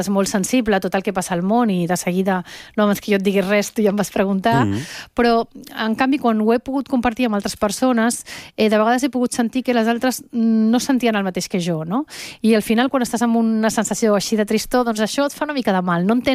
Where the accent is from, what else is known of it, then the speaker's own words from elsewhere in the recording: Venezuela; accent: Venezuelan; now in Barcelona, Spain; jo quan vaig arribar de Venezuela, vaig venir directe de Venezuela aquí a Barcelona, parlava un català amb accent venezolà, perquè la meva mare sempre ens ha parlat català a casa, des de ben petits